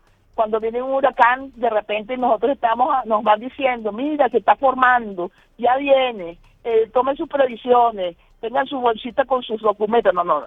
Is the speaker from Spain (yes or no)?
no; Venezuela; now in Honduras; Somos varios los venezolanos